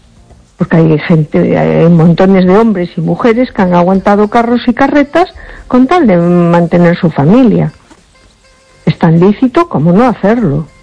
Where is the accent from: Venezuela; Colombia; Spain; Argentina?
Spain; A Coruña, Galicia; Hola, buenas noches. … de Coruña.